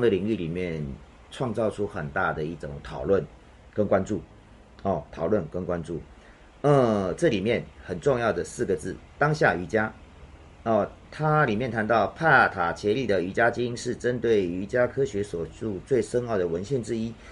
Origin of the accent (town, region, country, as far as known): Taiwan